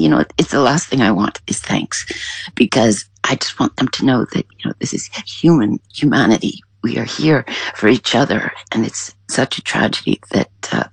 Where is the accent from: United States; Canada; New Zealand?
Canada; So I'm very proud of my Canadian roots. I grew up in Canada in a Ukrainian community.